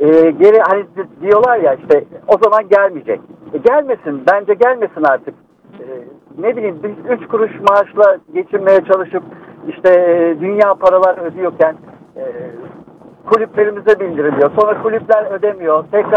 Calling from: Bursa, Turkey; Bursa'dan arıyorum.

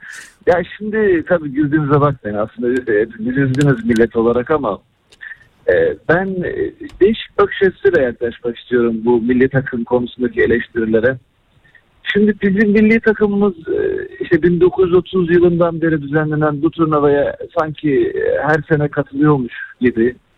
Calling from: Istanbul, Turkey; İstanbul'dan arıyorum sizi.

